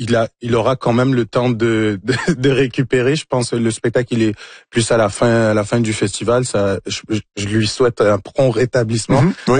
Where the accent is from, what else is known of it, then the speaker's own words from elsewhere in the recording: Montreal, Quebec, Canada; Moi j'ai grandi à Montréal, je suis né à Montréal